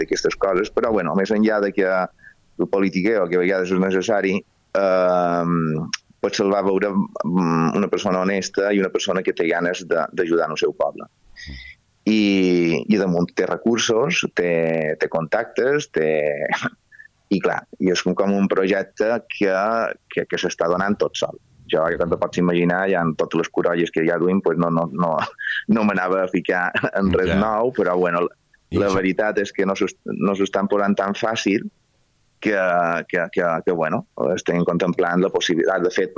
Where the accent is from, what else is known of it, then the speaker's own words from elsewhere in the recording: Pollença, Balearic Islands, Spain; jo som de Pollença